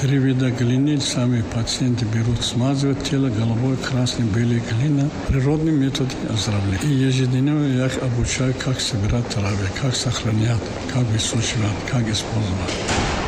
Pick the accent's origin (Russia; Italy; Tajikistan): Tajikistan; таджик с Таджикистана